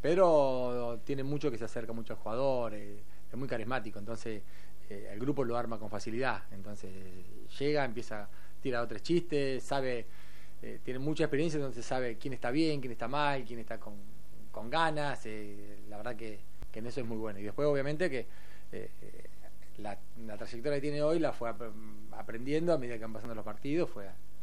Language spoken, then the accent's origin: Spanish; Rosario, Santa Fe, Argentina; moved away as an adult; Yo que soy de Rosario y me vine acá a los 19 años